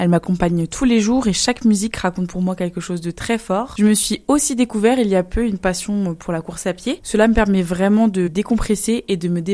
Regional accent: Grand Est, France; born there; also born or lived in Verdun; now in Reims, France; Je suis née à Verdun, j'habitais dans les Ardennes avec ma mère, mais maintenant j'habite à Reims depuis 3 ans.

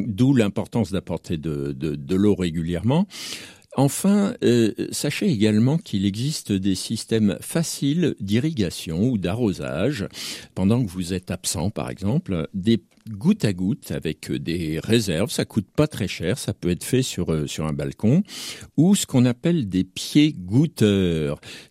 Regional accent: Hauts-de-France, France; C'est mon origine qui veut ça, hein. Je suis un vrai ch'timi, c'est comme ça.

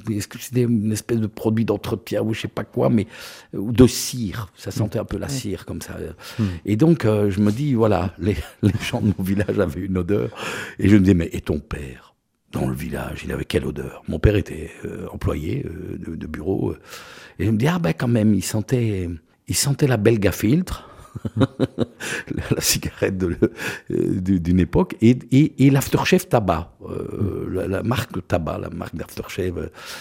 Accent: Marloie, Wallonia, Belgium; je suis originaire de Marlois. Voilà. J'ai vécu toute mon enfance à Marlois. Province du Luxembourg, merveilleuse terre de vacances

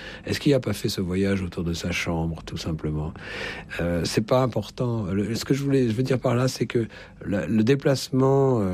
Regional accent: Paris, Île-de-France, France; parce que en tant que petit Parisien, je ne connaissais pas Paris, je connaissais juste mon quartier.

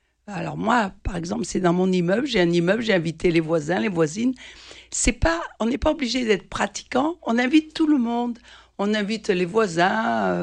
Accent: Marseille, Provence-Alpes-Côte d'Azur, France; Je suis marseillaise

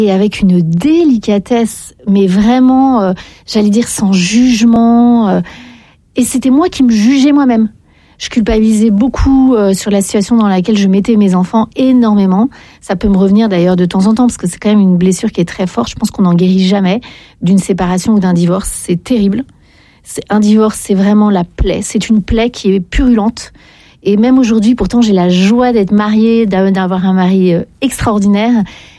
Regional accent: Paris, Île-de-France, France

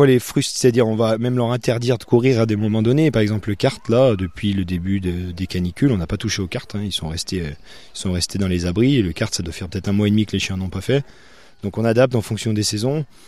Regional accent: Auvergne-Rhône-Alpes, France; je suis originaire de Marle, dans ces eaux-là.

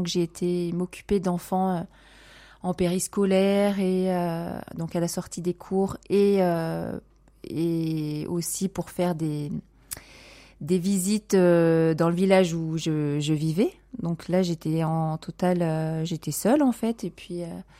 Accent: Solignac-sur-Loire, Auvergne-Rhône-Alpes, France; also born or lived in Le Puy-en-Velay; Alors je suis une pure souche de Haute-Loire, donc je suis née au Puy-en-Velay. J'ai passé mon enfance sur Solignac-sur-Loire, plus précisément dans le plus beau village juste à côté, à Gisou.

